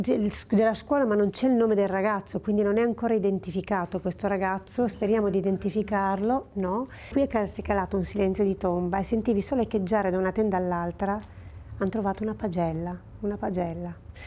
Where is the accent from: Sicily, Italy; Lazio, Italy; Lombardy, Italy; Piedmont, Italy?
Piedmont, Italy; Pontestura; al mio paese natio, che è Pontestura, che è vicino a Casale Monferrato, nel Pontestura